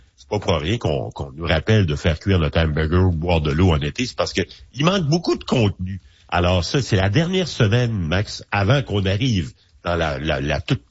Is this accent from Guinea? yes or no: no; Quebec, Canada; chez nous au Québec